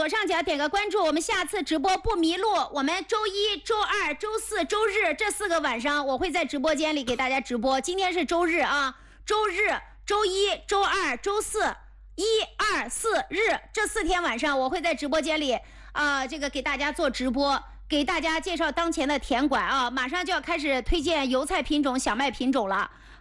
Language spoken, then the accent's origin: Chinese; Anhui, China